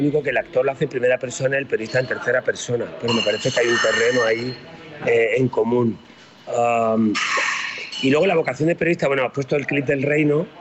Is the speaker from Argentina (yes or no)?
no; Spain; como cualquier español de mi generación, España siempre perdía.